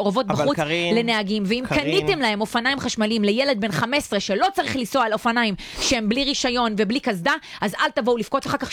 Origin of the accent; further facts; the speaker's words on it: Kfar Tavor, Northern District, Israel; אני גדלתי במושב, אם הייתי מעיזה, ואתה יודע, זה נורא קל. ארזדרים, כולם בכפר תבור היו על ארזדרים.